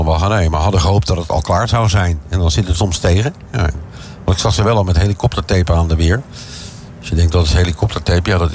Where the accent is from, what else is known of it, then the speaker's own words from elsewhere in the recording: Netherlands; Ja, maar ja, wij zijn Nederlanders en wij zijn eigenwijs.